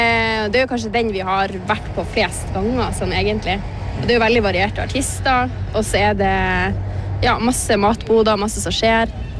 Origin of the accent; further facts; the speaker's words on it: Sortland, Nordland, Norway; vi kommer jo begge fra Sortland